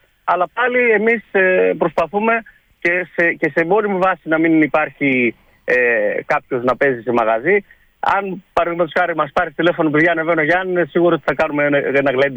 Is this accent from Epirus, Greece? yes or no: yes; Epirus, Greece; Υπήρχε ένας πυρήνας ανθρώπων που καταγόμαστε από τα πράγματα, από τα Τζουμέρκα. Και στο χωριό μου έχουμε τη χαρά να έχουμε τον Χαρίλο